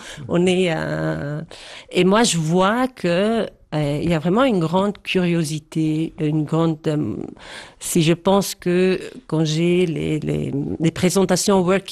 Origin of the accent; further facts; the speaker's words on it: Poschiavo, Graubünden, Switzerland; also born or lived in Geneva; Quand j'étais à Genève et puis on me demandait et je disais je suis du Val Poschiavo, je disais ah waouh chouette les montagnes etc. C'était différent quand je dis je retourne à Poschiavo.